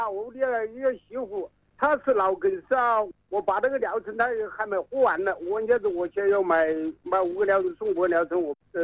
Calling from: Xiantao, Hubei, China; 我是仙桃市的人，仙桃工业园区

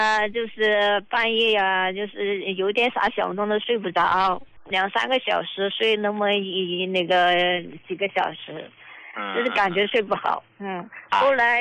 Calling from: Chongqing, China; 我是重庆这边的患者，我也是你们的老用户了呀。

